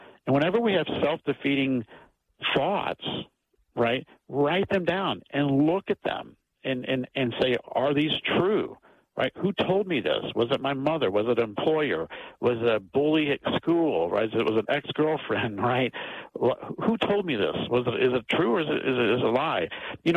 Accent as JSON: {"language": "English", "region": "Texas", "country": "United States", "said": "I'm from Texas, right? We have these Texas wild red ants."}